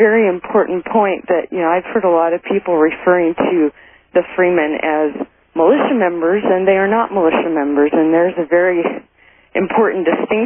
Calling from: Washington, United States; I actually live in Washington. I'm in Montana right now.

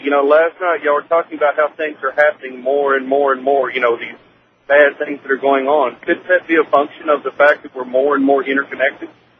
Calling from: Iowa, United States; I'm over here in middle of nowhere, Iowa.

